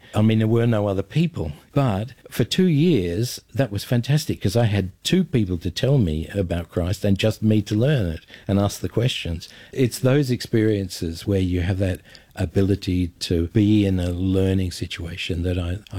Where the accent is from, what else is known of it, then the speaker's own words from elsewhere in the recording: Melbourne, Victoria, Australia; now in Ramsey; I was born and I grew up in Melbourne, in Australia. I went to a Presbyterian school